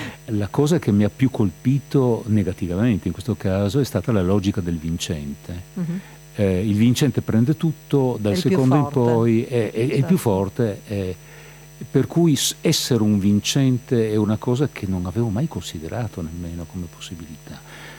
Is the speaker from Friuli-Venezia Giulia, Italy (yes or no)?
yes; Trieste, Friuli-Venezia Giulia, Italy; also born or lived in Brazil; Io sono, diciamo, di origini triestine, nel senso che sono triestino di per sangue e per formazione. I miei si sono trasferiti nel Brasile nel 48, 1948, la prima ondata di emigrazione post-bellica per quanto riguarda la città di Trieste